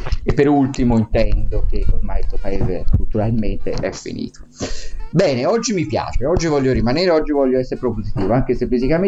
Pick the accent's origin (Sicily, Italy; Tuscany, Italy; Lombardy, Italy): Tuscany, Italy; Marciana Marina; anch'io sono dell'Elba, di Marciana Marina